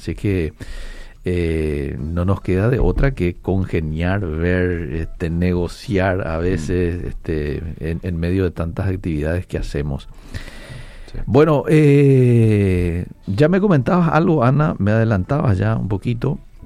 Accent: Paraguay; Estamos con emoción como paraguayos

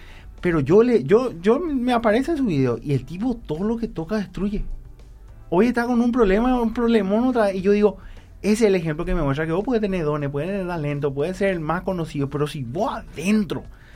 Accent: Paraguay; Entonces nosotros como paraguayos aceptamos esa cultura.

